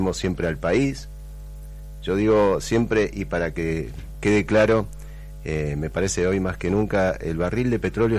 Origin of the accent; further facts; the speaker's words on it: Neuquén, Argentina; Miren qué solidario que somos los patagónicos, específicamente los neuquinos, los rionegrinos, con el país.